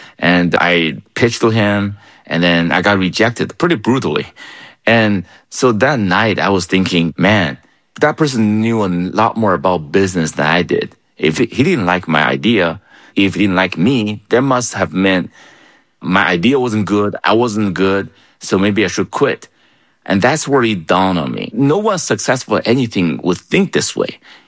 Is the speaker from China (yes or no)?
yes; China; I grew up in China, and I met Bill Gates.